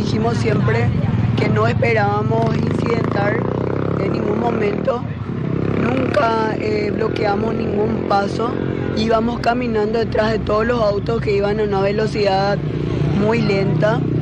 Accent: Paraguay; todos tendríamos lo que merecemos como paraguayos.

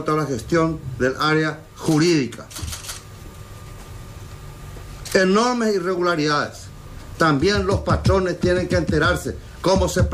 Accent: Paraguay; Me honré como paraguayo

